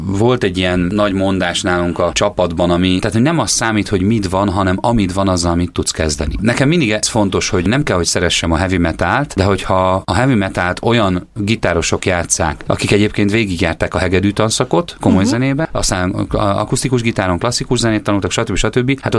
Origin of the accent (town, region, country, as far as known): Biatorbágy, Pest, Hungary; born or raised there